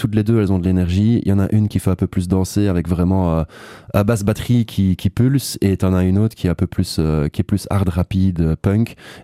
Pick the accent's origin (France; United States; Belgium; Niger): Belgium; Liège, Wallonia